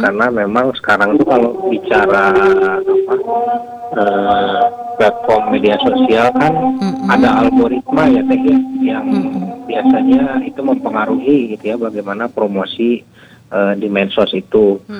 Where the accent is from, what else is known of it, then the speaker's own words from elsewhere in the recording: Bandung, West Java, Indonesia; Kadang-kadang kita orang Bandungnya sendiri malah ketinggalan gitu